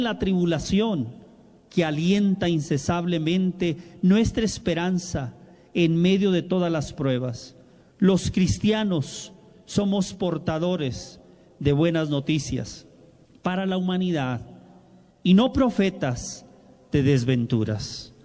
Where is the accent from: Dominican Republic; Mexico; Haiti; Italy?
Mexico; now in Los Angeles, United States; hemos venido un grupo de hermanos desde Los Ángeles, inmigrantes que salimos de nuestro país, los que somos de México, salimos de México